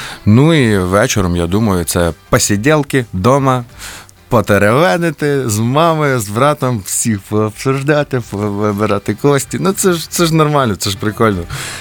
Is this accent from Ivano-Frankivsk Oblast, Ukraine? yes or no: yes; Kolomyia, Ivano-Frankivsk Oblast, Ukraine; moved away; Ну, Коломия. Я завжди пишався те, що я з Коломиї. Бо це, по-перше, це найбільше місто в нашій Франківській області.